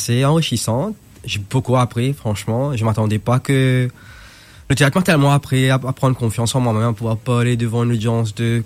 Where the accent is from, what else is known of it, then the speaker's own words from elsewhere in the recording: Mauritius; moved away as an adult; mais je crois que j'ai pris ça vraiment plus au sérieux quand je suis sorti de Maurice, parce que quand je crois que je t'avais dit à Maurice, j'étais un peu, enfin j'étais puni pour dessiner quand j'étais petit